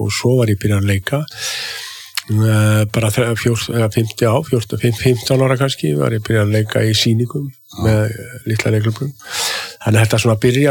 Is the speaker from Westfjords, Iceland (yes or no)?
yes; Ísafjörður, Westfjords, Iceland; að vera svona púki á Ísafirði á þessum tíma, sko, 60-70s